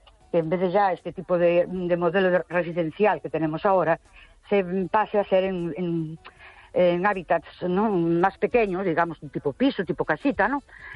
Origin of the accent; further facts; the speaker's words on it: Ourense, Galicia, Spain; Buenas noches … de Ourense.